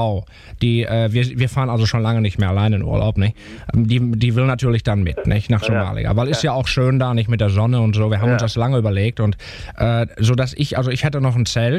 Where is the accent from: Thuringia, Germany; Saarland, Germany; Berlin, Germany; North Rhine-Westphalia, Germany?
North Rhine-Westphalia, Germany; Bielefeld; Ich komme also auch aus Bielefeld, nicht? Ich wohne in der Sudbergstraße.